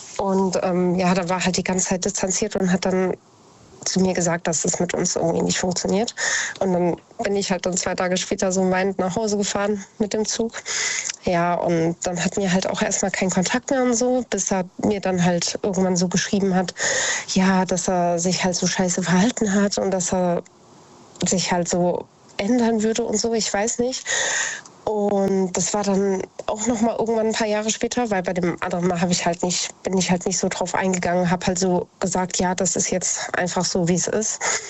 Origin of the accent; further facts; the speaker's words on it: Idstein, Hesse, Germany; Ich komme aus der Nähe von Wiesbaden, ich komme aus Edstein.